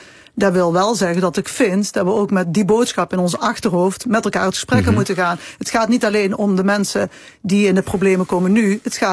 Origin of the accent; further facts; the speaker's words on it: Peel, Netherlands; Ja, kijk, ik kom uit de Peel. En de Peel is natuurlijk dit gewoon wel echt